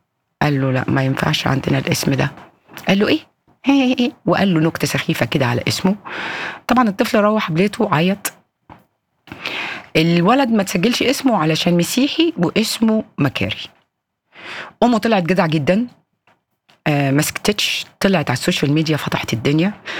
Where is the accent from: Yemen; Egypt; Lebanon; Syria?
Egypt; الفرق الوحيد إن لما الشمس بتنزل عندنا في مصر بيبقى في زي نسمة هواء رطبة